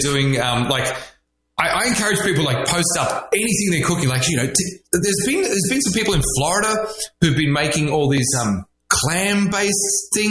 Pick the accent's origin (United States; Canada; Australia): Australia; accent: Australian